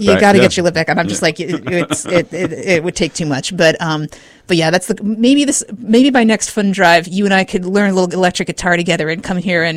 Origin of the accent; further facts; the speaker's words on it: Barre, Vermont, United States; I grew up in Barry City